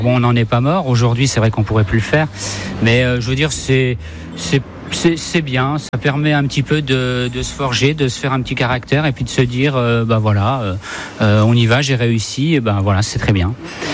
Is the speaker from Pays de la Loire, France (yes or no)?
no; Lunéville, Grand Est, France; born there; also born or lived in Luxembourg / Île-de-France; now in Nancy, France; je suis né à Lunéville